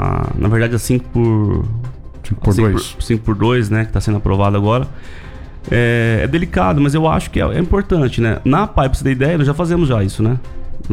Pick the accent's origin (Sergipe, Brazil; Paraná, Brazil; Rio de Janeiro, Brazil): Paraná, Brazil; Rolândia; a minha cidade natal, Rolândia